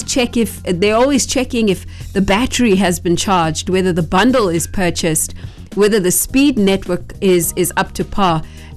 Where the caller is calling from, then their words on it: Blantyre, Southern Region, Malawi; And I'm joining you from Blantyre in Malawi. Shout outs to my family, friends, and all the Worship Connection followers.